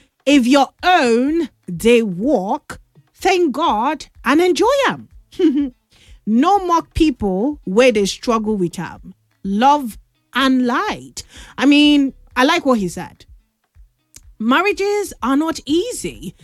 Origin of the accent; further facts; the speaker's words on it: Nigeria; let Nigerians have our moment